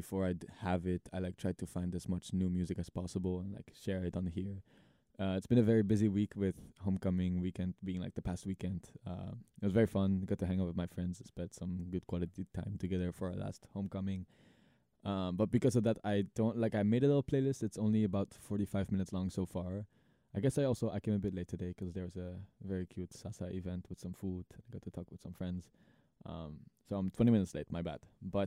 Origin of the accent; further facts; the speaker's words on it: Netherlands; moved away as an adult; now in Lake Forest, United States; I am a senior here. I'm from the Netherlands